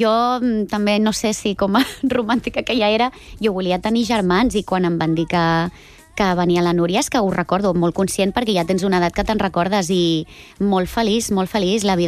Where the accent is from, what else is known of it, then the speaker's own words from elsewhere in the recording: Badalona, Catalonia, Spain; Soc del centre de Badalona, sí.